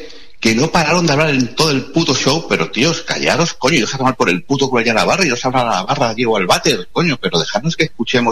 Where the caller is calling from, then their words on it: Villalbilla, Community of Madrid, Spain; yo vivo en Villalbilla, que está a 50 kilómetros.